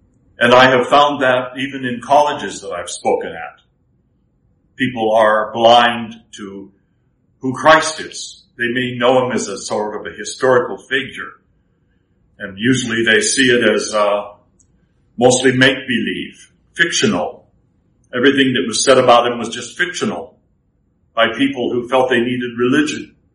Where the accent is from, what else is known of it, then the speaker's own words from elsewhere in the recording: Spokane, Washington, United States; When I was growing up in Spokane, I can remember family gatherings that were almost on a weekly basis